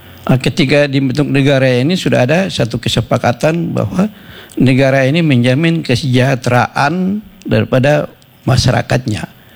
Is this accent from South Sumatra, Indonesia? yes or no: no; Papua, Indonesia; Karena pikiran saya ini, kita Papua ini mungkin dibayar ras negroid ya.